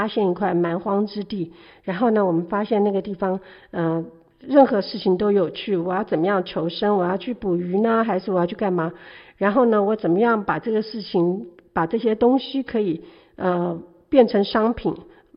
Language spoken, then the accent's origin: Chinese; China; 你们英国人跟我们中国人好不一样啊哈！因为中国人是安土重迁，最好的退休是回到自己的家乡